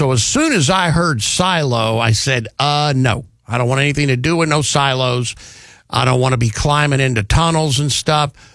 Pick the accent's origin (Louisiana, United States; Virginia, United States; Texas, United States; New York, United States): Texas, United States; Dallas; moved away; when I was a little kid, one of the things that we would do growing up in Texas, I would go to White Rock Lake. White Rock Lake is not a very big lake in the Dallas area